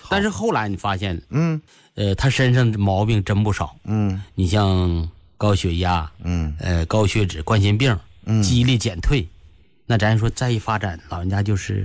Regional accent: China; 然后知道我是从中国来的以后啊

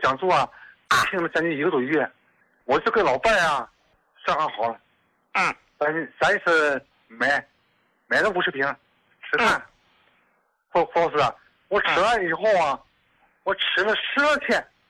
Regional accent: Dalian, Liaoning, China; 我是大连的。

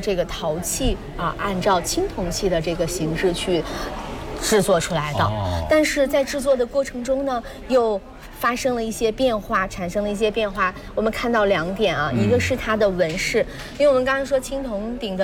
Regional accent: China; 我们中国人

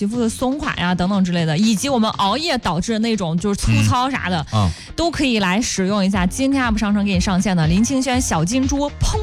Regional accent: Henan, China; 咱作为河南人

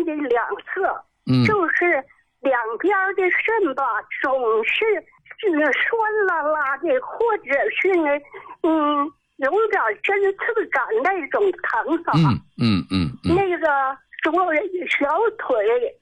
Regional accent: Jilin, China; 我是吉林的

